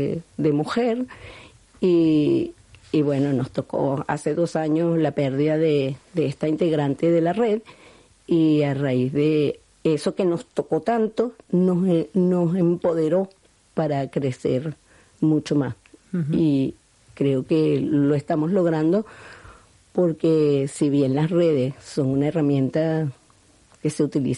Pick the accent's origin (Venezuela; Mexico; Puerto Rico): Venezuela; Caracas, Capital District; Yo soy de Caracas, pero la zona donde tengo el centro cultural es Chichiviriche